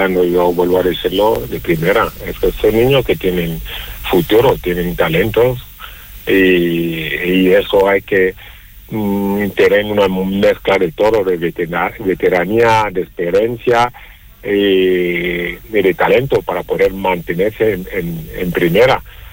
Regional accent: Málaga, Andalusia, Spain; Y dije, como malagueño y malaguista, sería un sueño volver a primera

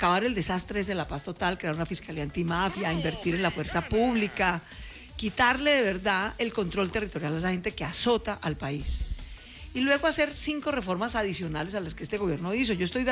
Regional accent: Colombia; Pero somos colombianos que, además de creer en el cambio y en la reforma social, también creen que la seguridad es un derecho

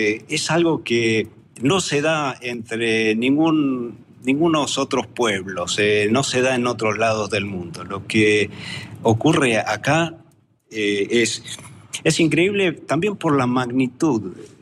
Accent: Argentina; moved away as an adult; now in Bangladesh; uno, por ser argentino, se siente especial en este país.

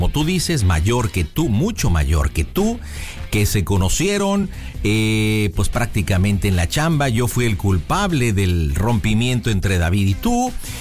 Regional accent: Argentina; soy argentino.

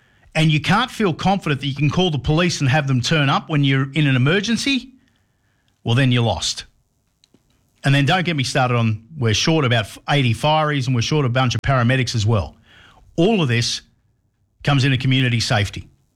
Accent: Sydney, New South Wales, Australia; I grew up in Sydney, and the worst thing that you ever had to do was go to the motor registry.

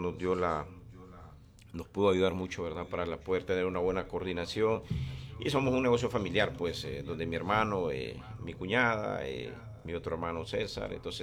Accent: Tegucigalpa, Francisco Morazán, Honduras; nosotros somos de ahí, de la Kennedy.

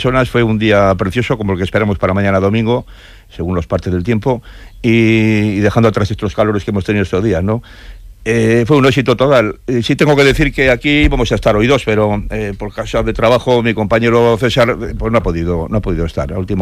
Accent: Cantabria, Spain; El Pendio, los que somos de aquí de Cantabria, pues sabemos lo que es.

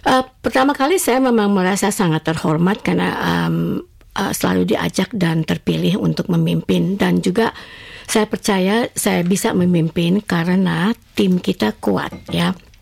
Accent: Indonesia; now in Australia; yang memang ingin menjalin hubungan kita dari Indonesia, mm-hmm, dengan juga dari Australia karena kita tinggal di Australia

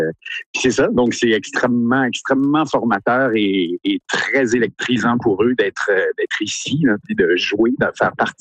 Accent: Quebec, Canada; La notion qu'on vient du Québec, la notion qu'ils sont 12 interprètes sur scène, ce qui est quand même rare.

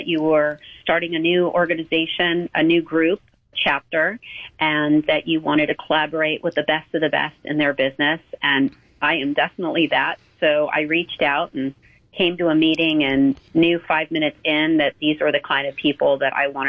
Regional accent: Chatsworth, California, United States; I was brought up in the San Fernando Valley, so I am a valley girl through and through.

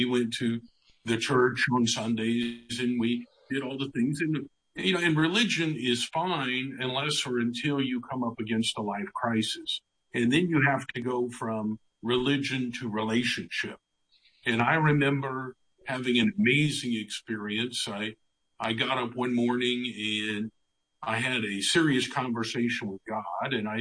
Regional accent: Tulsa, Oklahoma, United States; born or raised there

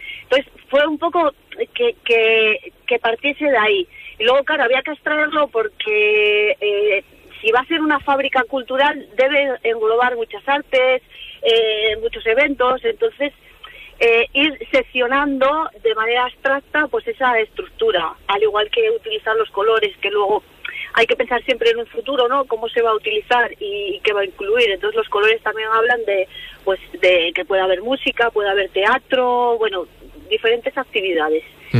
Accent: El Entrego, Asturias, Spain; Soy del Entrego

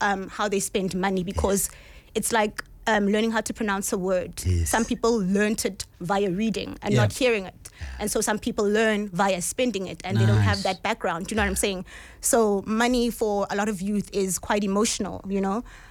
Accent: Soweto, Gauteng, South Africa; I grew up, born and raised in Soweto, Die Kloof, was raised by my grandmother.

